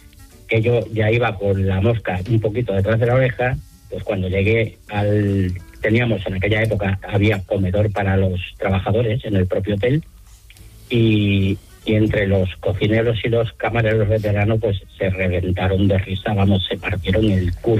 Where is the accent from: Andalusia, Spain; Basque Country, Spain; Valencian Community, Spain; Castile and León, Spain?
Andalusia, Spain; Seville; accent: Andalusian; Y entonces, claro, yo sevillano, mi acento andaluz, no tenía ni papa de catalán.